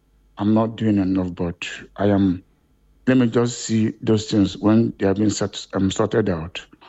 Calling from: United Kingdom; I'm calling for United Kingdom.

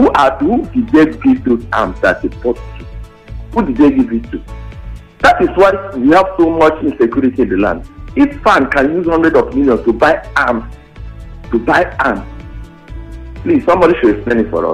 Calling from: Nigeria; We're calling from Ejibo.

